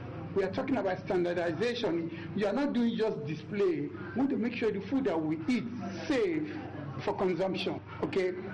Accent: Bayelsa, Nigeria; I'm from Bayelsa State. You can see the way I'm dressed.

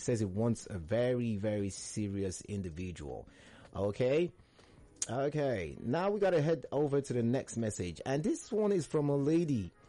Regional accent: Anambra, Nigeria; I'm from Anambra State. I'm fair in complexion, average in height.

